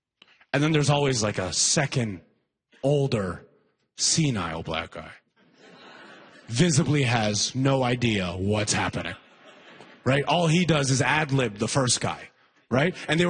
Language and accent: English; Alberta, Canada; After all, I grew up in Alberta.